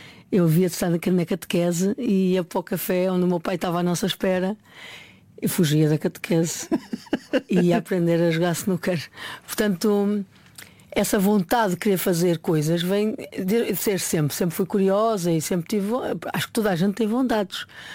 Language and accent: Portuguese; Maia, Norte, Portugal; minha bisavó era galega, a minha avó ainda nasceu muito perto ali da minha avó, a minha mãe já nasceu em Barcelos e eu nasci na Maia